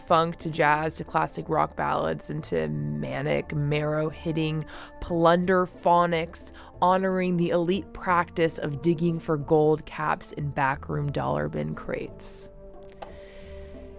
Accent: Los Angeles, California, United States; moved away; I grew up in the Palisades, which is no longer there. And my parents are living in Santa Monica now.

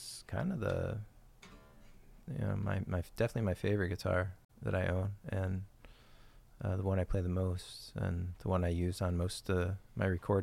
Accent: United States; I'm an American mutt

